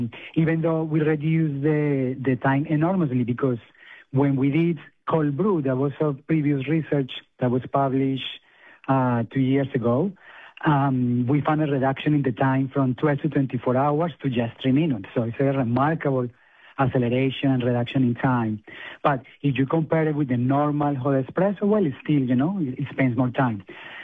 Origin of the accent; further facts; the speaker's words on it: Colombia; Colombian.